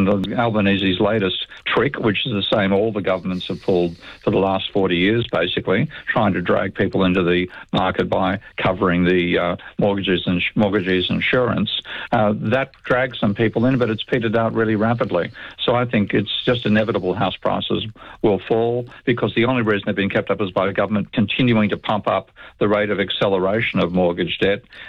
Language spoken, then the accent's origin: English; Australia; growing up as an Aussie and, you know, potentially facing conscription to fight in Vietnam